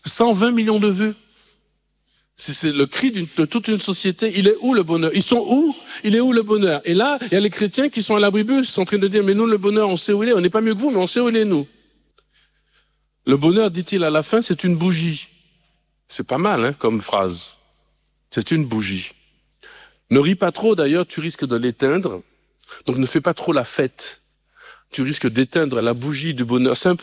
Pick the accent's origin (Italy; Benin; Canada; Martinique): Martinique; Moi, je suis de Martinique, je connais pas ce genre de choses.